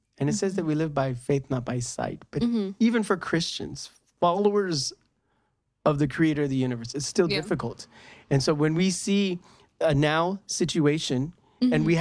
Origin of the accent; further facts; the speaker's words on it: United States; But well, I'm American, so it's like